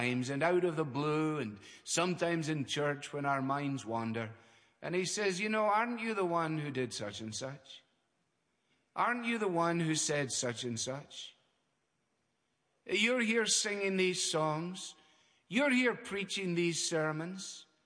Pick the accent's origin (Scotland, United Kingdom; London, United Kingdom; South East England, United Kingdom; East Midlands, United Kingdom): Scotland, United Kingdom